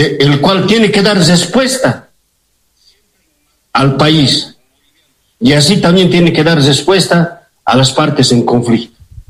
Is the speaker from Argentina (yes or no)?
no; Bolivia; los problemas que tenemos los bolivianos.